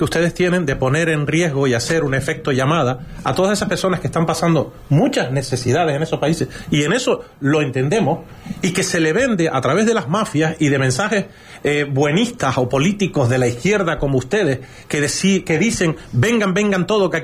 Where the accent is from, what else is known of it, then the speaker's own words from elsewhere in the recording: Canary Islands, Spain; Sí, sí, soy canario.